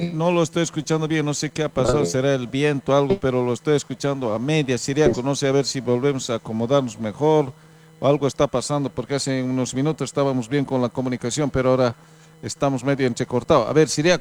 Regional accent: Bolivia; me encontraba con yactamasis ahí, como si estuviera en mi pueblo

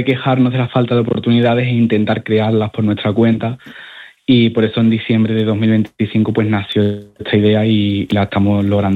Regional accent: Ceuta, Spain; nos da miedo poner que somos de Ceuta, porque Ceuta es una ciudad que está tan, tan aislada de la península

